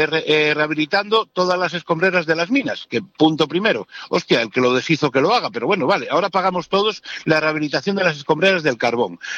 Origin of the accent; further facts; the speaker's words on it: Spain; A mí, como español, me da vergüenza.